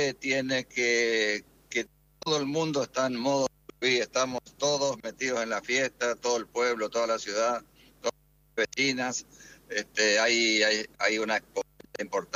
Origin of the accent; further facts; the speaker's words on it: Corrientes, Argentina; Sí, nada, Correntina.